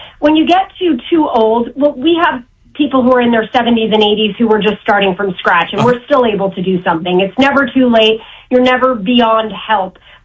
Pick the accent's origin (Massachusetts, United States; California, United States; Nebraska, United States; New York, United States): Massachusetts, United States; Boston; You know, I am a Bostonian. I do not sound like it. I know that.